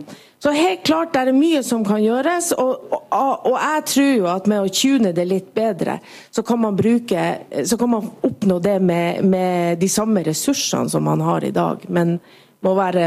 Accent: Sørøya, Finnmark, Norway; Jeg kommer fra Sørøya, som ligger helt vest i Finnmark

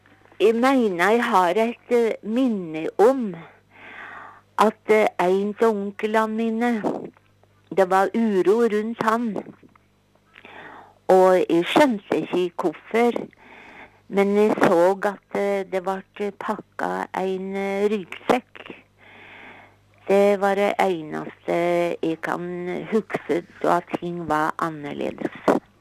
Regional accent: Oslo, Norway; born there; Jeg er født i Oslo i 36.

